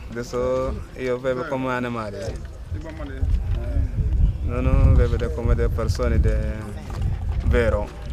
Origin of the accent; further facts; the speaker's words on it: Libya; Italian is a second language; Allora io vengo da Libia. In Libia io ho fatto militare.